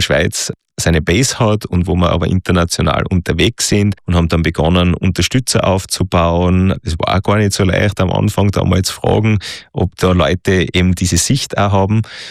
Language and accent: German; Austria; Das war ein großer Krieg, also bei uns in Österreich vor allem zwischen die zwei Verbände.